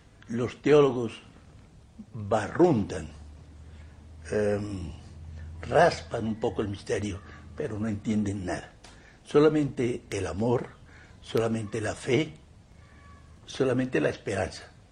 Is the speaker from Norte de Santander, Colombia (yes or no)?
yes; Cúcuta, Norte de Santander, Colombia